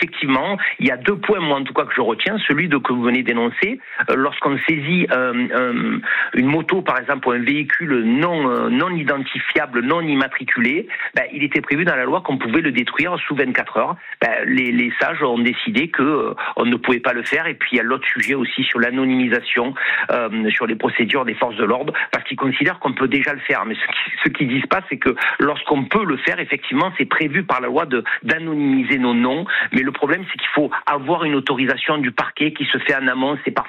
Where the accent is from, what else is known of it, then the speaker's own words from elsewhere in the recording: Marseille, Provence-Alpes-Côte d'Azur, France; moi je suis Marseillais, je vis à Marseille